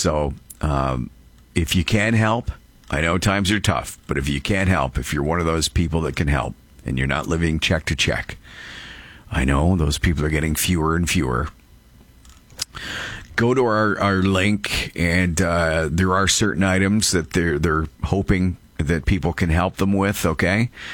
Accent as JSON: {"language": "English", "country": "Canada", "said": "I'm a Canadian too"}